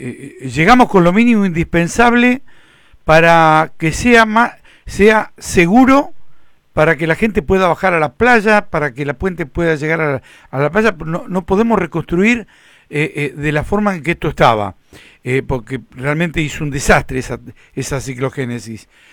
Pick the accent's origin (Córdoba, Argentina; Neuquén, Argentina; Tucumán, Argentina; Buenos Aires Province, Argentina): Buenos Aires Province, Argentina; Ingeniero White; Nací y crecí en Ingeniero Guay